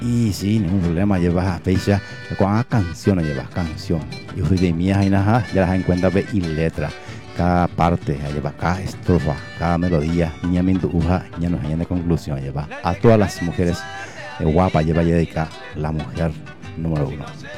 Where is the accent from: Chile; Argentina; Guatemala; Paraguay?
Paraguay; como buen paraguayo y paraguaya